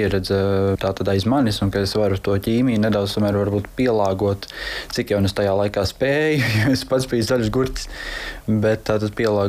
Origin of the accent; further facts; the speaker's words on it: Ērgļi, Vidzeme, Latvia; moved away; also born or lived in Ogre; es esmu ne rīdzinieks, bet laucinieks, es esmu no Madonas novada Ērgļiem nācis